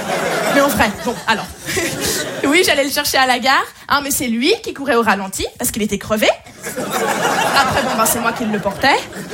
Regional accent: Switzerland; je viens de Suisse

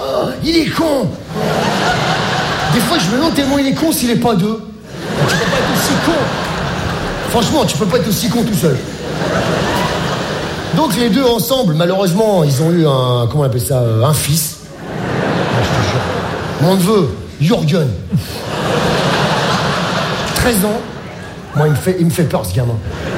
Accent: Morocco; born there

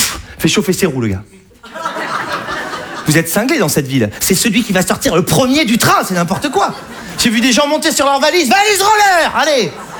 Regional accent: Saint-Émilion, Nouvelle-Aquitaine, France; Comme l'a dit Guillaume, je viens de Saint-Émilion. Il y a des gens qui connaissent?

